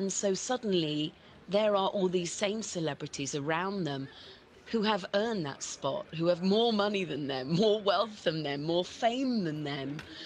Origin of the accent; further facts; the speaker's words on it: United Kingdom; moved away as an adult; now in United States; as you can hear, I'm British and I made the move to California.